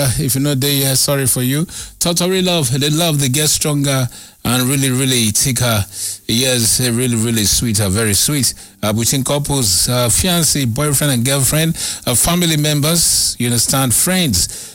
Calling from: Port Harcourt, Rivers, Nigeria; I am calling from Port Harcourt.

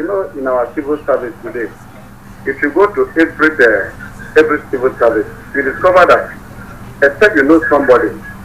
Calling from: Garabu, Nigeria; I'm calling from Garabu.

